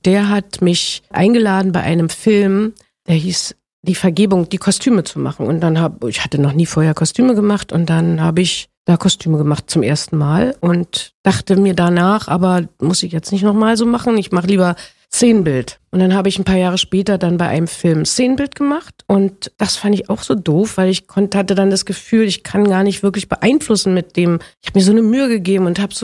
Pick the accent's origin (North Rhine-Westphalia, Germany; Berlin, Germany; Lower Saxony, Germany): Berlin, Germany